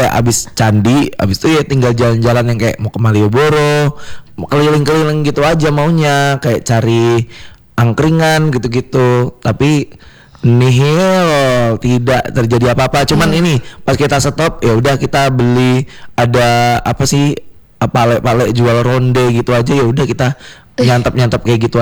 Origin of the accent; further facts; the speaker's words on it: Madiun, East Java, Indonesia; Nah, aku tuh kampungnya di Madiun. Abis itu di kampungku Madiun itu satu rumah itu kita akhirnya sewa bis untuk jalan-jalan ke Jogja.